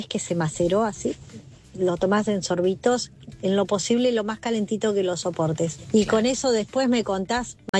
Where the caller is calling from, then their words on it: Buenos Aires, Argentina; de Flores.